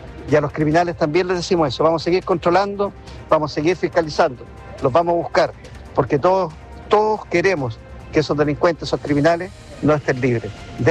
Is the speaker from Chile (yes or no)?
yes; Chile